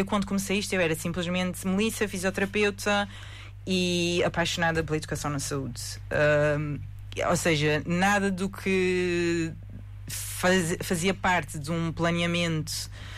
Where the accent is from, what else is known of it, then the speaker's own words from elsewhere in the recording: Santa Maria, Azores, Portugal; sempre preferi estar na minha terra. Acho que é, eu adoro Santa Maria